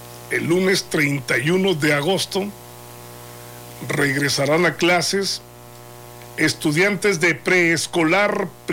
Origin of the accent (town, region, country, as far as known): Mexico